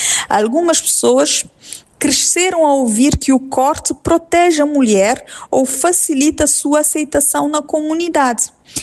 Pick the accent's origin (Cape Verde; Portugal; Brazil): Cape Verde; nós somos cabo-verdianos, estamos acostumados ao cristianismo